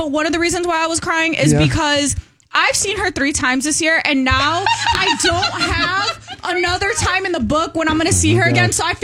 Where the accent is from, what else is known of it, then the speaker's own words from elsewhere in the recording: Chicago, Illinois, United States; now in San Diego, United States; I'm from Chicago.